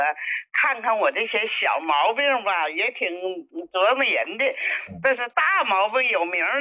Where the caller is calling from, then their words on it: Shenyang, Liaoning, China; 我是沈阳的。我今年90岁。